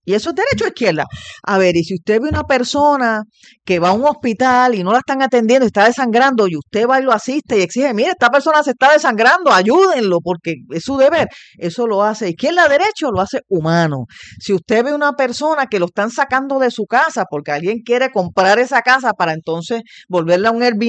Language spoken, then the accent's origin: Spanish; Puerto Rico; somos boricuas